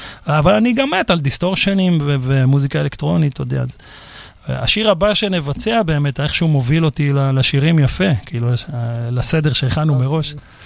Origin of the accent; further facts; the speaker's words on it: Petah Tikva, Central District, Israel; פתח תקווה, עיר הולדתי, כן.